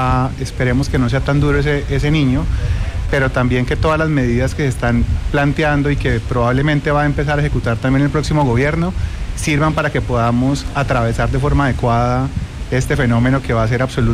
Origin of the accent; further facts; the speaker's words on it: Cúcuta, Norte de Santander, Colombia; No, cucuteño. Que nací aquí en el barrio.